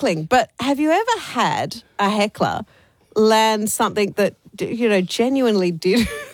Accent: Australia; we are funny Australian audiences

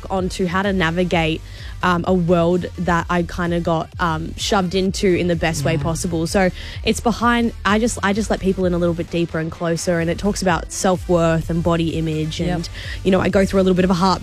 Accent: Australia; She lived an hour away from me.

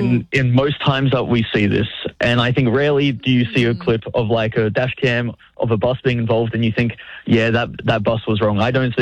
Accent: Batemans Bay, New South Wales, Australia; Well, hey, I'm from Batemans Bay. You guys always come down here.

